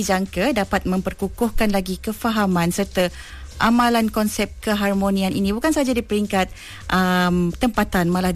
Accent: Sarawak, Malaysia; Saya tak bagi tahu pun Ustaz tahu saya daripada Sarawak.

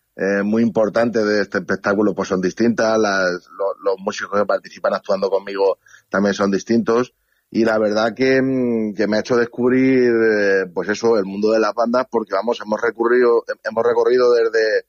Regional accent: Villarrobledo, Castilla-La Mancha, Spain; concretamente la de mi pueblo, en Villarroledo, y me he criado yendo a visitar bandas de música

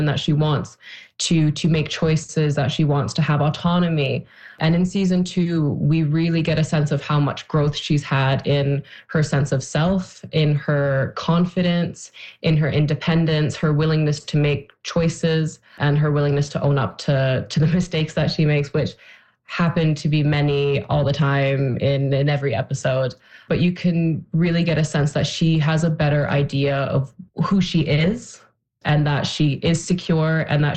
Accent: Newfoundland and Labrador, Canada; born there; I mean, I was born in Newfoundland.

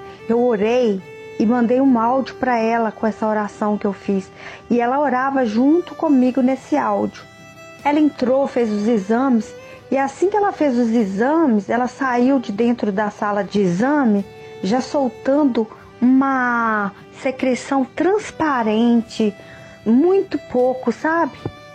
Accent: Itabira, Minas Gerais, Brazil; eu sou da cidade de Itabira, Minas Gerais.

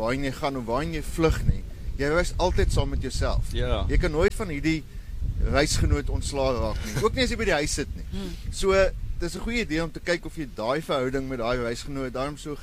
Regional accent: Gqeberha, Eastern Cape, South Africa; born there; ek is gebore in Klebega of Port Elizabeth, en dit is die winderige, maar ook die vriendelike stad

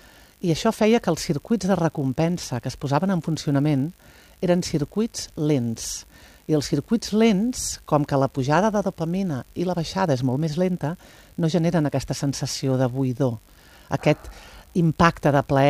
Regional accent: Catalonia, Spain; jo soc de Plaça Lluçanès.

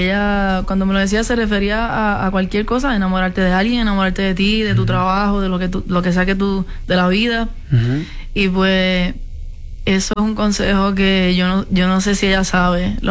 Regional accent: Añasco, Puerto Rico; Yo todavía estoy en Añasco, en casa, en mi pueblo chiquito, estoy en chancla, estoy saliendo para la playa

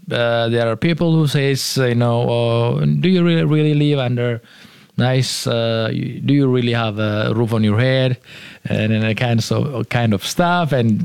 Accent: Ethiopia; moved away as an adult; now in Singapore; I'm just from Ethiopia.

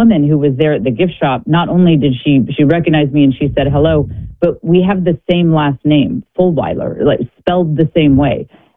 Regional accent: Austin, Texas, United States; I mean, I'm from Austin, Texas. I don't have any connection with Green Bay

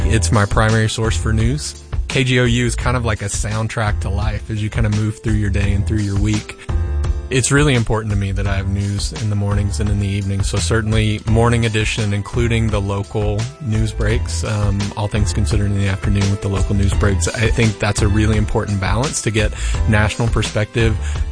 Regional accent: Norman, Oklahoma, United States; from Norman.

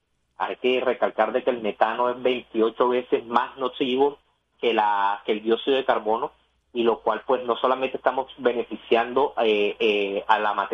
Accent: Barranquilla, Atlántico, Colombia; yo soy barranquillero

